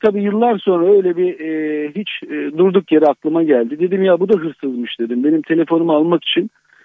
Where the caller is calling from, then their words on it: Istanbul, Turkey; İstanbul'dan arıyorum ben.